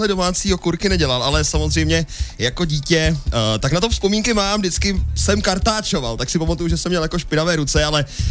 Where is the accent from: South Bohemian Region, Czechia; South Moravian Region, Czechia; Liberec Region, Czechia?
South Moravian Region, Czechia; moved away; já vlastně původem pocházím od Znojma